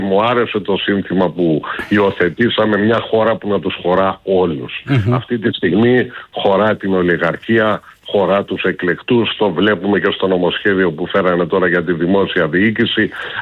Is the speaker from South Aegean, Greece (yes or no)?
yes; Kos, South Aegean, Greece; Εγώ κατάγομαι από τη Δωδεκάνησο, στην ΚΟ είναι το σπίτι μου.